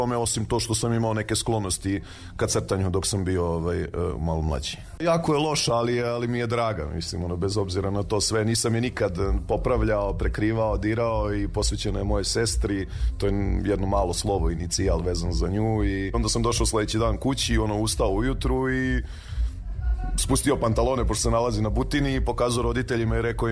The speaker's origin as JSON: {"language": "Serbian", "town": "Gornji Milanovac", "region": "Šumadija and Western Serbia", "country": "Serbia", "tie": "born or raised there", "said": "rodom sam iz Gornjeg Milanovca, već tetoviram preko 15 godina."}